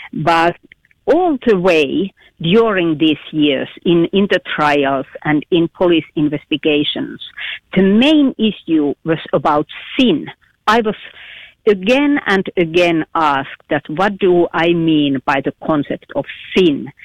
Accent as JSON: {"language": "English", "country": "Finland"}